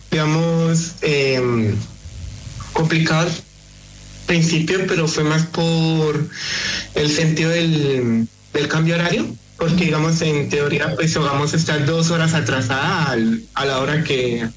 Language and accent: Spanish; Sogamoso, Boyacá, Colombia; now in Concordia, Argentina; Yo vengo de, como su madre ya lo mencionó, del país de Colombia, más específicamente del departamento de Boyacá, de la ciudad de Sogamoso.